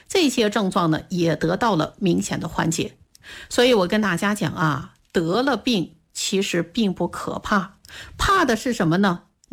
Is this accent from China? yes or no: yes; Mudu, Jiangsu, China; 我的家乡木渎呢就在太湖边上